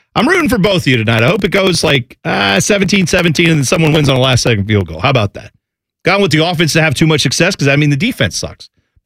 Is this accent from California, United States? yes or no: no; Columbus, Ohio, United States; I lived over by Independence High School. I didn't grow up in Dublin.